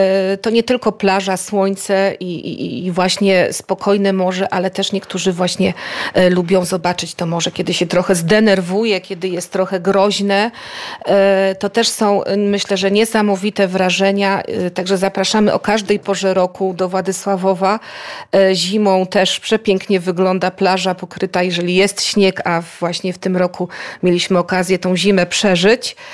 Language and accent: Polish; Kashubia, Poland; accent: Belacy Kashubian (po belacku); Ja, drodzy państwo, jestem kaszubką.